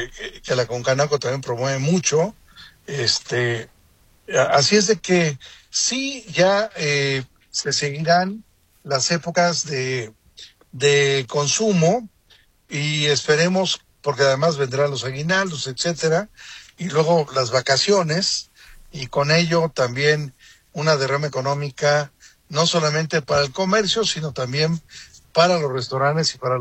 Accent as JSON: {"language": "Spanish", "country": "Mexico", "said": "somos muy mexicanos y muy patriotas."}